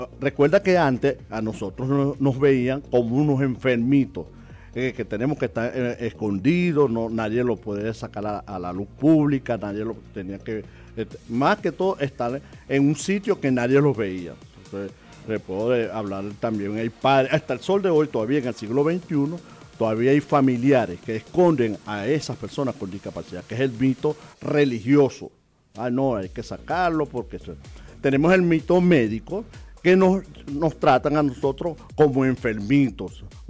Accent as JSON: {"language": "Spanish", "country": "Venezuela"}